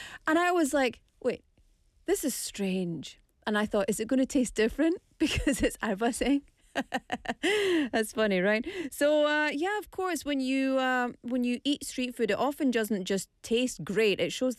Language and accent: English; Scotland, United Kingdom; But I think these days, for me personally, as a Scottish person, eating alone was never considered to be strange.